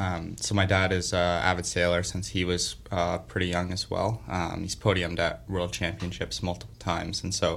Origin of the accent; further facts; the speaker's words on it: Kingston, Ontario, Canada; I'm from Kingston, Ontario originally. I'm also a Queen's student at Queen's University studying mechanical engineering.